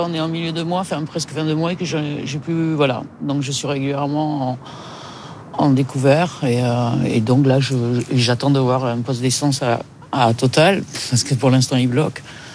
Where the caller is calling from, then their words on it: Bergerac, Nouvelle-Aquitaine, France; je suis à Bergerac, je viens beaucoup à Bordeaux.